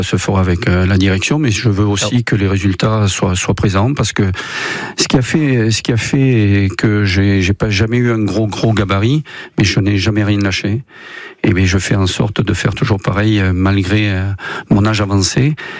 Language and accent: French; Sarlat-la-Canéda, Nouvelle-Aquitaine, France; born there; also born or lived in Brive; now in Bayonne, France; je suis né à Sarlat, dans le Périgord, du Sud-Ouest